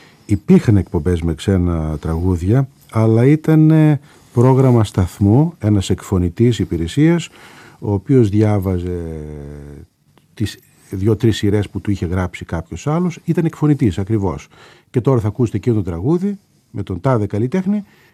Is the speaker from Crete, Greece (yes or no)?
no; Thessaloniki, Central Macedonia, Greece; Γεννήθηκα στη Θεσσαλονίκη. Και μεγάλωσα στην περιοχή του Ντεπό.